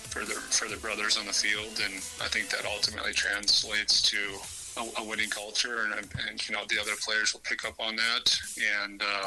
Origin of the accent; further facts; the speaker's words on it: Alexandria, Minnesota, United States; Came back to my hometown, Alexandria, Minnesota